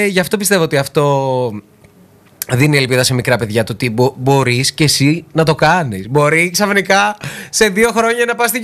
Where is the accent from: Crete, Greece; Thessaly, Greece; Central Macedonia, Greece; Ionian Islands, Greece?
Central Macedonia, Greece; Serres; από το σπίτι μου, από το χωριό μου, ας πούμε στα Σέρας.